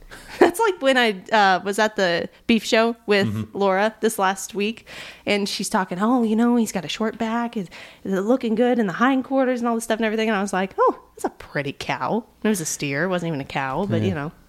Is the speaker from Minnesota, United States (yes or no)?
no; Illinois, United States; now in Iowa, United States; I'm from Illinois also, and wrestling wasn't big where I was at. So coming over here to Iowa, I definitely married into wrestling